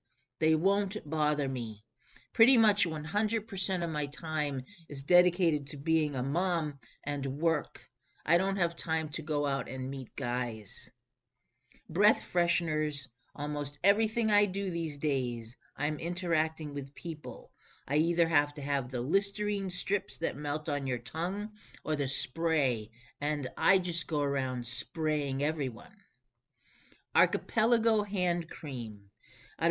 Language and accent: English; Florida, United States; I grew up in Florida, and I grew up fishing on a boat with my parents pretty much my whole life.